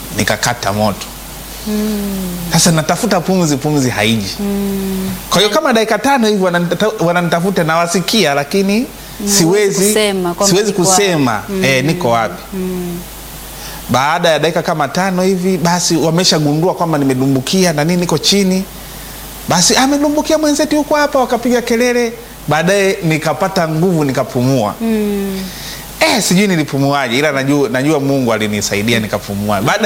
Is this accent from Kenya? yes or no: no; Maswa, Shinyanga, Simiyu, Tanzania; now in Dar es Salaam, Tanzania; 2001 nikiwa nimeingia muda si mrefu katika jiji ile la Dar es Salaam, nikitokea kijijini kwetu Mara Mpaka, Maswa, Shinyanga, ambako ndiko nilikokulia huko Simio. Na ule mwaka 2001 baada ya kufika hapa Dar es Salaam, nilikuwa nikiishi na kaka yangu wa kwanza kuzaliwa kwetu